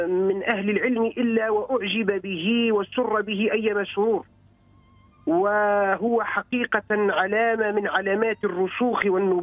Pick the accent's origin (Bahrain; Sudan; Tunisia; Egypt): Tunisia; Sfax, Sfax Governorate; من مدينة صفاقس ومن كامل ربوع بلادنا تونس الطيبة.